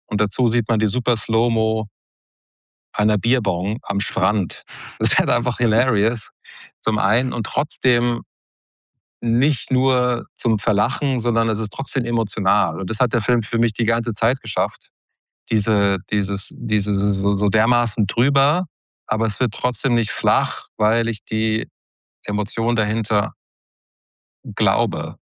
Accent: Maintal, Hesse, Germany; born or raised there

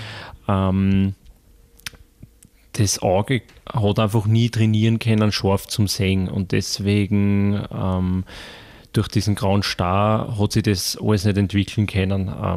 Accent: Gloggnitz, Lower Austria, Austria; born there; also born or lived in Lilienfeld / Waidhofen; zur Schule gegangen bin ich normal in die Glocknitzer Volkshauptschule

